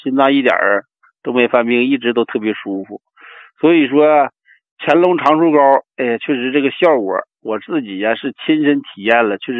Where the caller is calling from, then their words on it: Dalian, Liaoning, China; 我是大连金州区的。